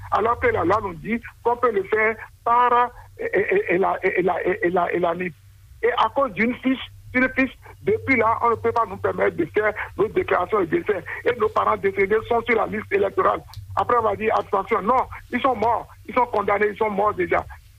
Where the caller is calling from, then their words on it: Cotonou, Littoral, Benin; Moi, je suis à Ouéhotanou, dans le 11e arrondissement à Cotonou.